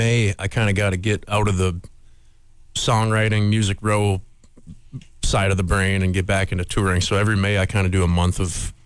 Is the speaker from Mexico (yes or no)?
no; Minnesota, United States; we're all from Northern Minnesota.